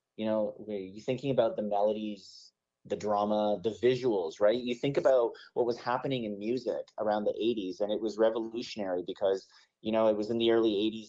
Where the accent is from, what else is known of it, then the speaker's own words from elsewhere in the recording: Vancouver, British Columbia, Canada; I was born and raised in Vancouver, grew up. I know the Lower Mainland. You know, I've lived in various parts of the city and actually attended UBC.